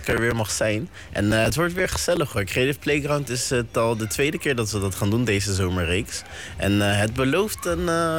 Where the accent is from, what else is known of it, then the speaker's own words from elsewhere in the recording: Aruba; zelf ben ik een Arubaan.